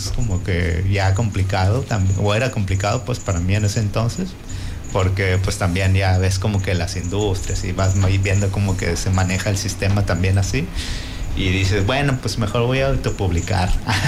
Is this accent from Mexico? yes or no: yes; Puerto Vallarta, Jalisco, Mexico; Sí, ciudadano de aquí de Puerto Vallarta. Yo crecí en dos colonias, en La López y en Ixtapa.